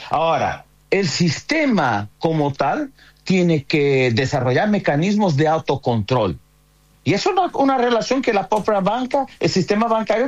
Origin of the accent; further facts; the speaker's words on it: Portugal; moved away; En Europa, yo soy portugués, como te dije